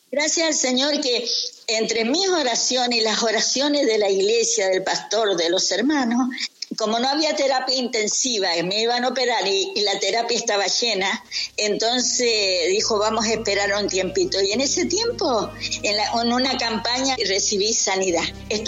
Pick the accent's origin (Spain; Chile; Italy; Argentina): Argentina; Mendoza; born there; moved away as an adult; now in La Plata, Argentina; Yo nací en Mendoza, una provincia de acá de Argentina, y a la edad de como 37 años vine a vivir acá a la ciudad de La Plata.